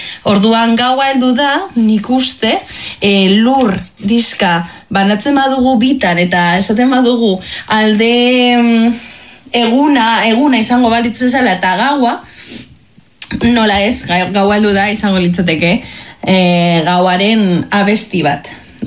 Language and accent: Basque; Bilbao, Basque Country, Spain; ni bilbotarra naiz